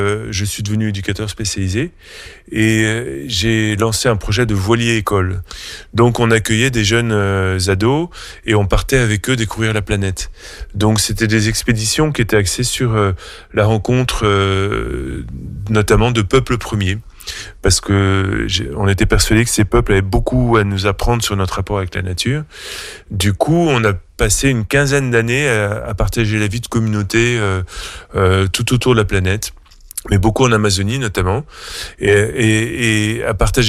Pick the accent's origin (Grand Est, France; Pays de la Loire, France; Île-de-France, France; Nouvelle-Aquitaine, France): Île-de-France, France; Paris; born there; Pour commencer, je suis né à Paris, mais j'étais un gamin qui détestait la ville